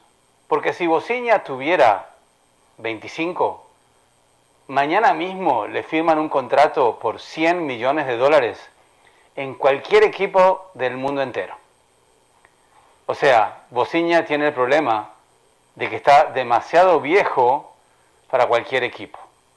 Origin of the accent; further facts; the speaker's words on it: Uruguay; born there; a ver a Uruguay, que es donde yo nací